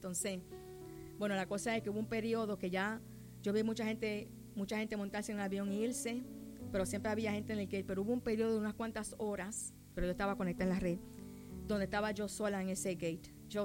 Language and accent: Spanish; St. Croix, U.S. Virgin Islands; ya yo estaba loca por llegar a mi St. Croix, hermano, porque yo nací aquí, yo me crié aquí, y esta es mi isla, y esta es mi tierra, y yo estoy orgullosa de mi isla y de mi tierra, y yo no la dejo por ningún otro lugar.